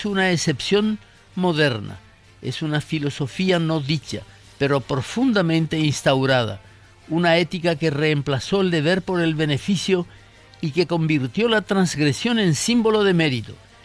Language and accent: Spanish; Paraguay